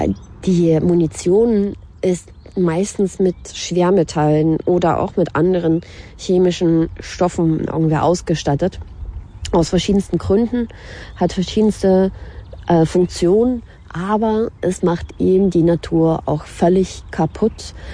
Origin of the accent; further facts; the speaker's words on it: Ukraine; Und als ich das erste Mal wieder in der Ukraine war, also so richtig in meiner Heimatstadt, und dann die Zerstörung gesehen habe